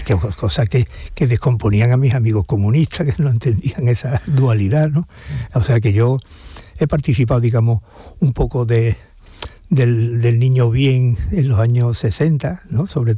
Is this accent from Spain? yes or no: yes; Seville, Andalusia, Spain; Sí, yo soy de los típicos sevillanos que no les gusta mucho viajar.